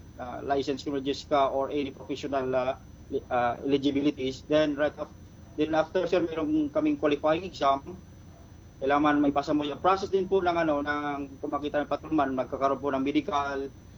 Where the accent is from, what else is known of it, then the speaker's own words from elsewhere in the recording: Luzon, Philippines; I came from Luzon, sir.